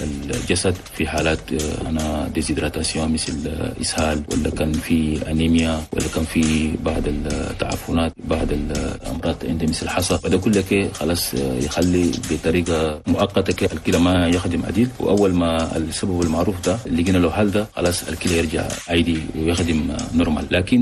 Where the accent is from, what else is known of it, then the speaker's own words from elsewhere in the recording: Chad; هسه عندنا في تشاد